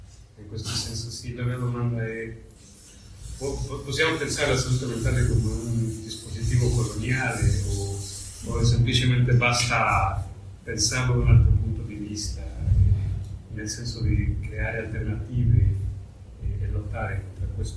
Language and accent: Italian; Mexico; Italian is a second language; moved away; Io vengo dal Messico